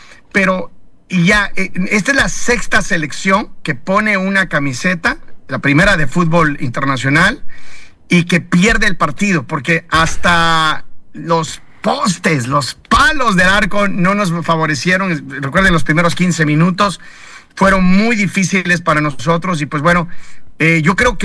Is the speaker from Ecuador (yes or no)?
yes; Ecuador; Sí, yo creo que ahora como ecuatorianos obviamente fue un mal sabor de boca